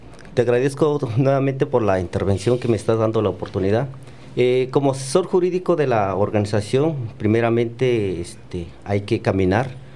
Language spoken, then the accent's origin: Spanish; Mexico; en honor a la pluricultural que tenemos como mexicanos